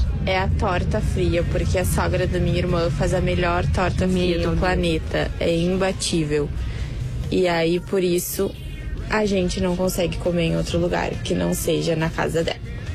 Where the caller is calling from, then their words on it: Porto Alegre, Rio Grande do Sul, Brazil; de Porto Alegre